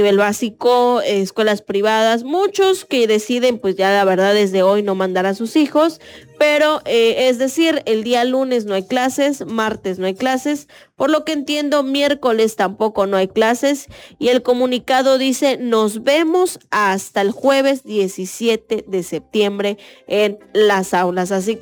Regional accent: Mexico; nos caracteriza como mexicanos

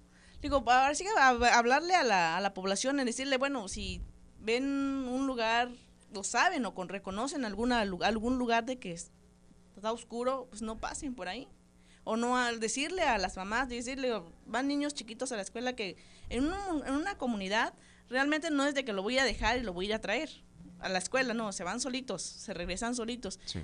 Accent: Huixtán, Chiapas, Mexico; yo soy traductora tzotzil de Huistán.

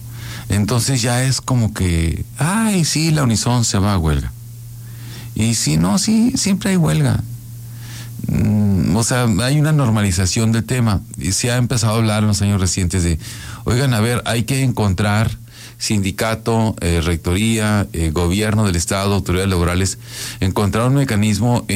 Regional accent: Guaymas, Sonora, Mexico; soy de Guaymas

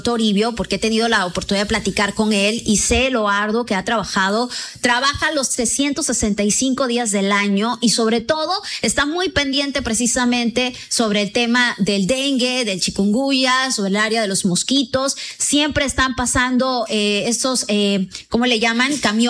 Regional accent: Comalcalco, Tabasco, Mexico; now in Villahermosa, Mexico; la perla de la Chontalpa, mi tierra querida.

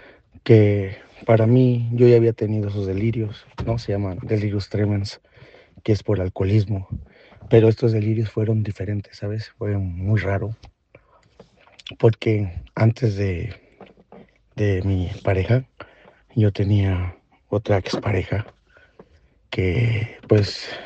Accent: Mexico; Fue algo muy curioso porque todo empezó en otro país. Yo soy de México, pero empezó en otro país.

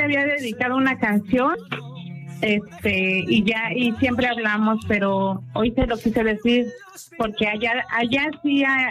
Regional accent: Mexico City, Mexico; No, yo soy de la Ciudad de México.

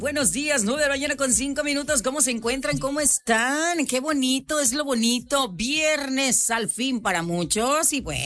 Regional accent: Mexico; ahí somos mexicanos

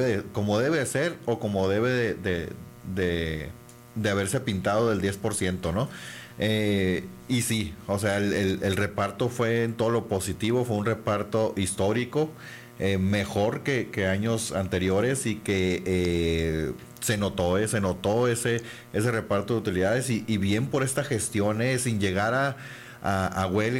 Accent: Cananea, Sonora, Mexico; los que somos de Cananea

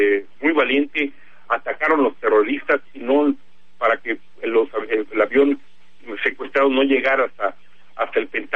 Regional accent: Mexico

